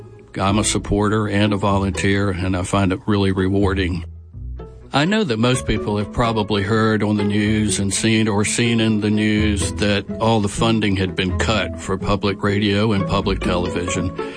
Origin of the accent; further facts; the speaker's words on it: River Bend, North Carolina, United States; I'm from River Bend, North Carolina.